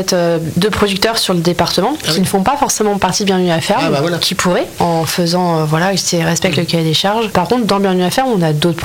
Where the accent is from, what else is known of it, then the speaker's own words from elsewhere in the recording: Châteauneuf-Val-de-Bargis, France; j'ai grandi à la campagne, j'ai grandi à Châteauneuf-Val-de-Bergis, notamment.